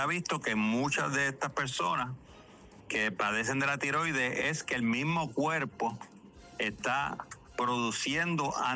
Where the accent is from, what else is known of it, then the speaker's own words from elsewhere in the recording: Isabela, Puerto Rico; que somos de aquí, como el coquí, como dicen, que somos de Isabela de verdad.